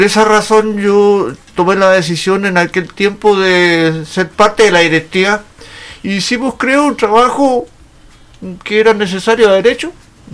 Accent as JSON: {"language": "Spanish", "town": "Hornopirén", "region": "Los Lagos", "country": "Chile", "tie": "born there", "moved": "yes", "said": "cuando volví definitivamente a radicarme a mi pueblo"}